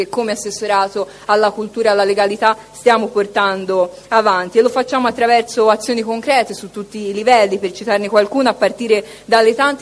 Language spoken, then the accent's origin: Italian; Tuscany, Italy; io sono toscana